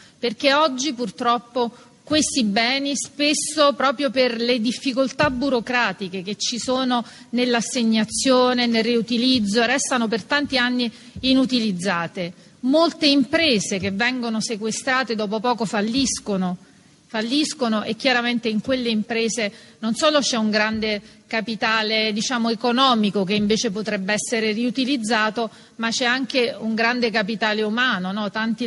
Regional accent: Giugliano in Campania, Campania, Italy; Io sono di Giugliano, una grande città non capoluogo, 130.000 abitanti

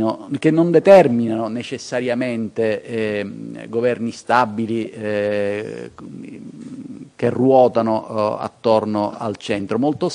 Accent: Sicily, Italy; Io provengo da una regione del sud, provengo dalla Sicilia

